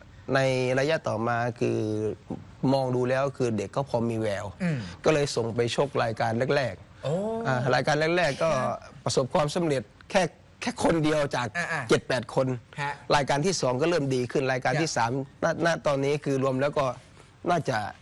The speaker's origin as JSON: {"language": "Thai", "region": "Khon Kaen", "country": "Thailand", "moved": "as an adult", "lives_now": "Phetchabun, Thailand", "said": "จริงๆก็คือผมเป็นคนต่างจังหวัดผมเป็นคนขอนแก่นผมมาอาศัยอยู่ที่จังหวัดเพชรบูรณ์"}